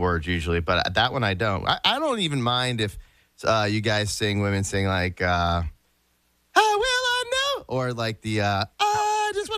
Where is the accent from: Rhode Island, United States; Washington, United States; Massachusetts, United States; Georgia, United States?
Rhode Island, United States; I'm originally from Rhode Island, and I thought everybody wanted to fight me when I went to Virginia